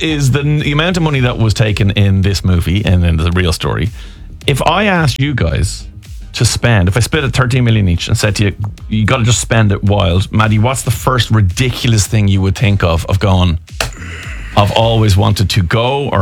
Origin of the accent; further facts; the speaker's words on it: Ireland; Irish people are, in particular, we're exposed to an awful lot of culture from around the world.